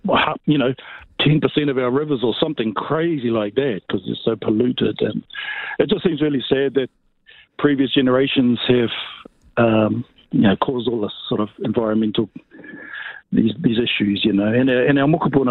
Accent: Whangarei, Northland, New Zealand; growing up in Whangarei

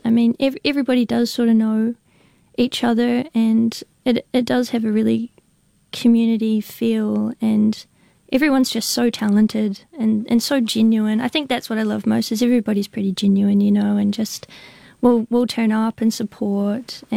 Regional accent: Christchurch, Canterbury, New Zealand; So I've got my hometown show in Christchurch

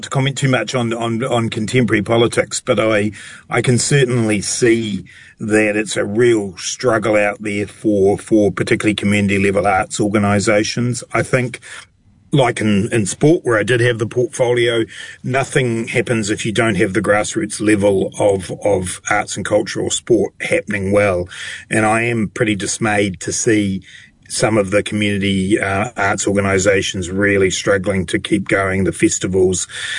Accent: Dunedin, Otago, New Zealand; for me, and indeed for my brothers, the growing up in Dunedin in the 80s

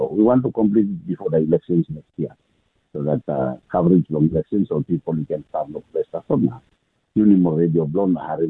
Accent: Bougainville, Papua New Guinea; and we come up from South Bougainville, especially Long Boeing Levertown, and on this level 4 district hospital.

